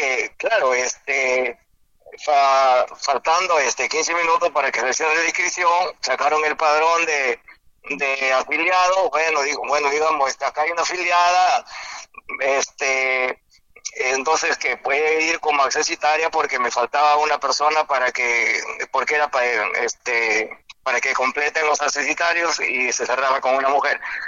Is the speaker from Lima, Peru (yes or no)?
no; Túcume, Lambayeque, Peru; now in Mochumí, Peru; Que como paisano, como tucumano